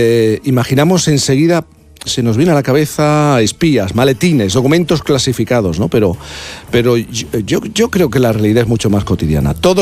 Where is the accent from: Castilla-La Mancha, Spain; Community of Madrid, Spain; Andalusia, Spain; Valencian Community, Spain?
Andalusia, Spain; Jerez de la Frontera; Hay mucho, incluso en mi tierra, en Jerez de la Frontera.